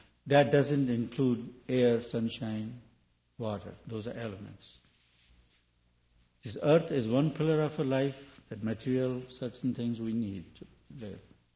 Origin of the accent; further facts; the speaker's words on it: India; English is a second language; Not because I'm from India, Sanskrit knowing person a little bit